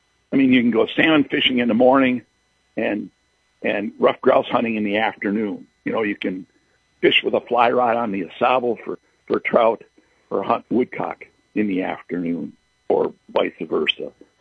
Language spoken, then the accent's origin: English; Rochester, Michigan, United States; I grew up in Rochester at a time when Oakland County was one of the top pheasant harvest states.